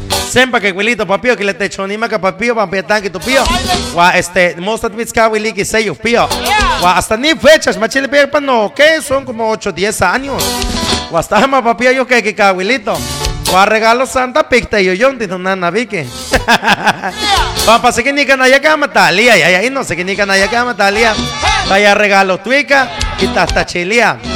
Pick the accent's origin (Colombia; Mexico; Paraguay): Mexico; Oxoma; en Oxoma, en mi pueblo querido, mi pueblo mágico